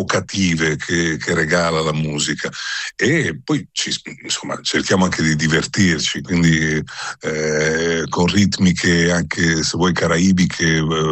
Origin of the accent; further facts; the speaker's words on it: Sicily, Italy; Io comunque vengo dalla Sicilia e ho riscontrato anche delle similitudini.